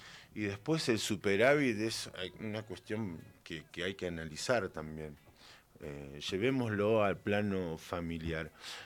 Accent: Argentina

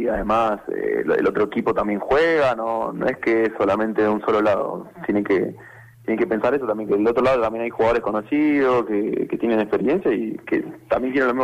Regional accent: Comodoro Rivadavia, Chubut, Argentina; Nosotros somos todos de Comodoro

